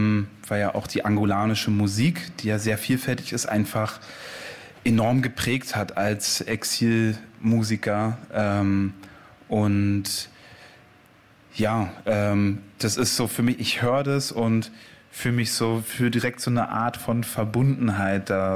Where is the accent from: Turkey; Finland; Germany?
Germany; East Germany; genau wie ich halt den Osten und Deutschland als meine Heimat verinnerlicht habe